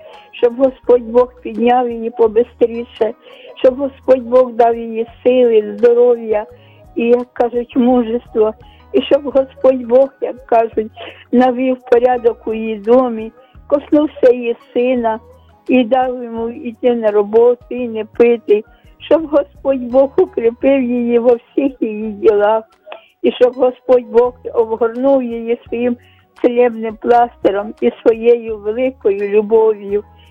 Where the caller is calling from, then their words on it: Kyiv, Ukraine; я з Оболоні, з Києва.